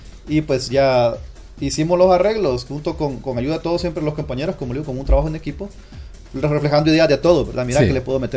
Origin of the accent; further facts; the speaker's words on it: Metapán, Santa Ana, El Salvador; somos de Metapán